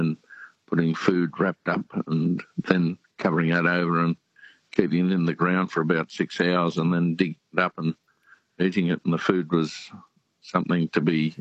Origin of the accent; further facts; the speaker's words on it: New Zealand; born there; I was born in New Zealand. I still remember hangis and my dad's Maori mates digging a hole